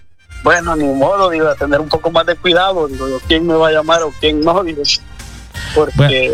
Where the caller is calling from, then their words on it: Danlí, El Paraíso, Honduras; Yo soy de Daniel el Paraíso